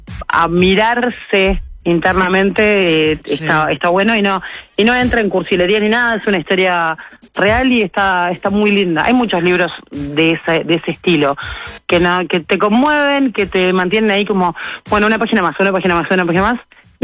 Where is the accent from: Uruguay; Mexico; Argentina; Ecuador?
Uruguay; Soy uruguaya, tengo unas ganas de irme a Israel